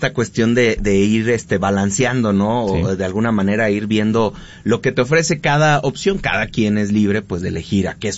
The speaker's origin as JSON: {"language": "Spanish", "country": "Mexico", "said": "soy mexicano"}